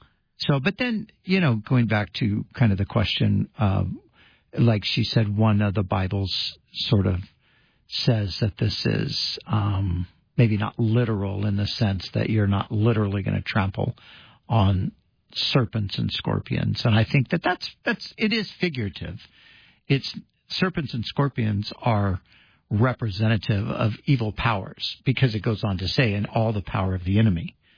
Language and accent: English; California, United States; I'm from California where we have rattlesnakes as pets, so I'm not really worried about it.